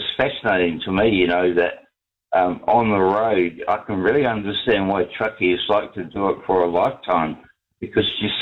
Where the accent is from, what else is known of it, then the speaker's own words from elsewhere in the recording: Whangarei, Northland, New Zealand; now in Napier, New Zealand; And I remember when I came down here from Whangarei, and I was one of my first jobs, you know, a lot of jobs, one of my first jobs, I said, oh, I come from the winterless north.